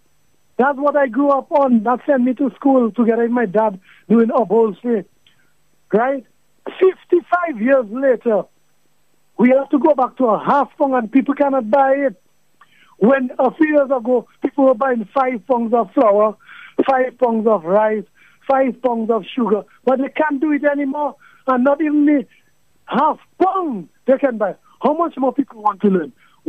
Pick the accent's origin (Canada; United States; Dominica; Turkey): Dominica; Roseau, Saint George; when I grew up in Goodwill area, mm-hmm. my parents had a shop